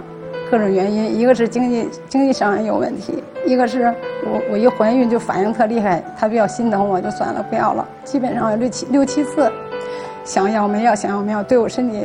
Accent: Beijing, China; 我是北京的。

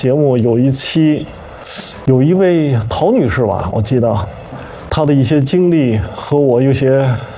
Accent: Beijing, China; born there; also born or lived in Northwest China; 我在北京出生，

